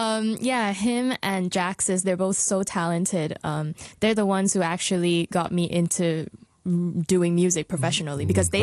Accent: Hong Kong; also born or lived in Okinawa, Japan; Yeah. I basically grew up mostly in Hong Kong, but I was born in Okinawa. And I grew up doing music, I guess.

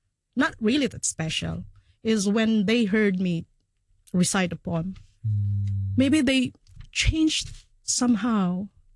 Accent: Philippines; English is a second language; now in Hong Kong; I'm domestic migrant worker in Hong Kong. I'm from the Philippines, and thank you for having me." That's when I read, and when I went to the sides, like, because I'm the only Filipino there

